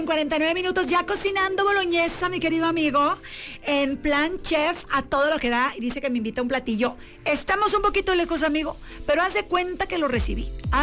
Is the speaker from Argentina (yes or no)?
no; Nuevo Laredo, Tamaulipas, Mexico; yo soy de Nuevo Laredo.